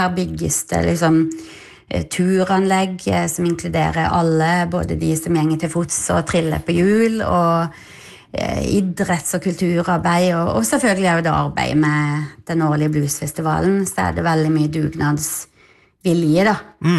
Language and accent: Norwegian; Vennesla, Agder, Norway; moved away as an adult; now in Notodden, Norway; Jeg er fra Vennesla i Agder, så ja, men jeg er fra et lite sted